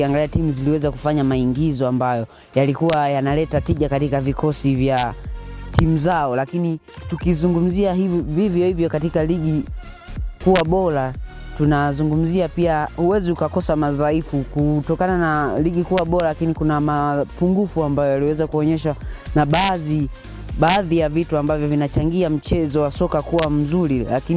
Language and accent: Swahili; Ifunda, Iringa, Tanzania; natokea kata ya Ifunda.